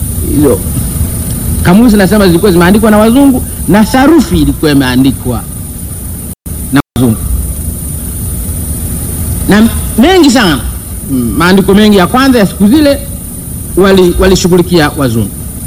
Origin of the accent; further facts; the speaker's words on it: Mara, Tanzania; born there; first language Zanaki; Swahili is a second language; Mimi nimekwenda shuleni nimejifunza Kiswahili nikiwa mtu mzima, si lugha yangu, si lugha ya mama na baba. Lugha ya mama na baba Kizanaki, na wala sikuwa Mswahili wa mjini. Nilikuwa nachunga ng'ombe kule Uzanaki